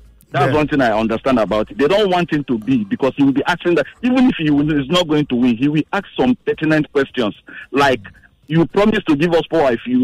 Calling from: Lagos, Nigeria; I'm calling from Lagos Island.

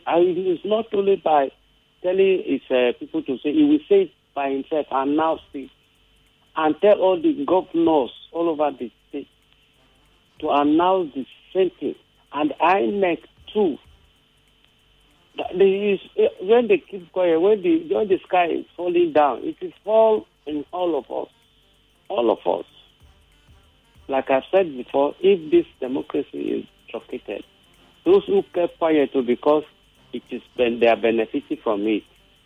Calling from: Mowe, Ogun, Nigeria; from Mowe.

